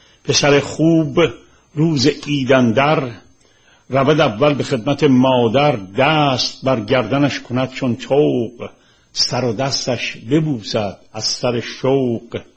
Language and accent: Persian; Tehran, Tehran Province, Iran; میگه ما مال تهرون قدیمیم و همون 4 محله تهرون. متولد اودلاجانم ولی در خیابون اسمال بزاز رشد کردم و بزرگ شدم. سر کوچمونم یک تابلوی بزرگ نوشته بود هیئت محلی چاله میدان.